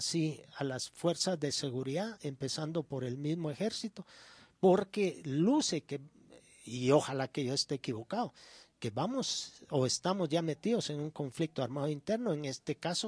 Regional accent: Guatemala; todos somos guatemaltecos, todos amamos este país

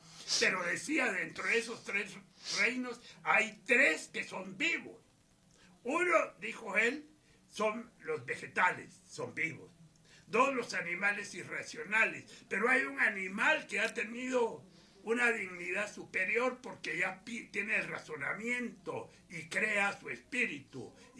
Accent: Guatemala; me fui a conocer el país del mundo y no conocía mi tierra maravillosa.

